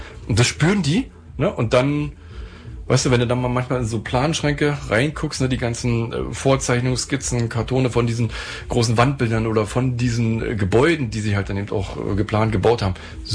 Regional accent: East Germany, Germany; born there; Ich bin ja auch im Land geboren, was es gar nicht mehr gibt, wenn du so willst, ne?

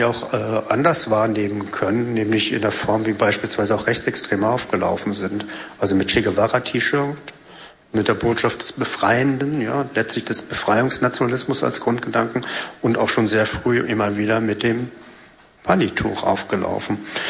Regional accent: Germany; als Deutscher in zweiter, dritter Generation

